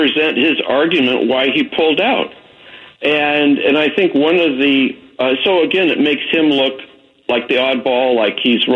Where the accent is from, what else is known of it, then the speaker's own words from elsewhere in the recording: Glendale, California, United States; I remember growing up in Glendale, California in the 1950s